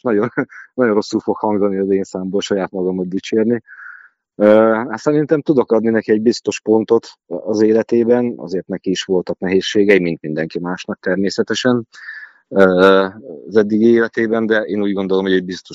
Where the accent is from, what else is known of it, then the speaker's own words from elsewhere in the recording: Gyomaendrőd, Békés, Hungary; now in Békésszentandrás, Hungary; Nagyon szerettem Gyomendrődön is, hiszen én ott nőttem föl, tehát én 26 és fél évet ott Gyomendrődön dolgoztam, vonultam.